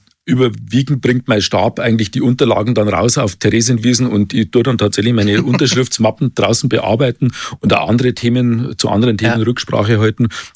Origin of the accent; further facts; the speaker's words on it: Ingolstadt, Bavaria, Germany; now in Munich, Germany; ich bin ja kein gebürtiger Münchner, komme aus Ingolstadt ursprünglich